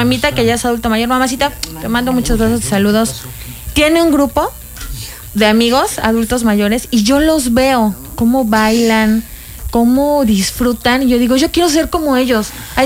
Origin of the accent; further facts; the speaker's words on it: Mexico City, Mexico; now in Cancún, Mexico; yo no soy de Cancún, desafortunadamente, soy de la Ciudad de México